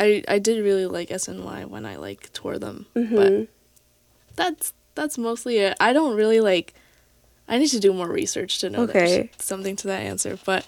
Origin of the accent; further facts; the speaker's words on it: New York, United States; I'm from New York, so probably one of them.